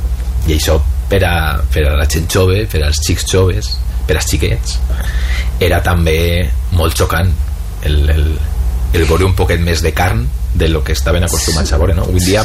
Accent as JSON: {"language": "Catalan", "town": "Moncofa", "region": "Valencian Community", "country": "Spain", "said": "Bueno, jo sóc abissinio. Vale, bueno, que per la gent que no sàpiga, abissinio som els que, que som del Grau."}